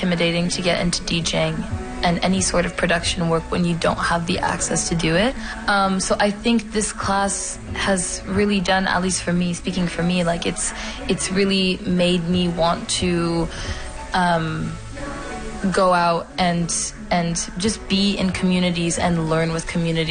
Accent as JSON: {"language": "English", "country": "Morocco", "moved": "yes", "lives_now": "Montreal, Canada", "said": "I'm originally from Morocco"}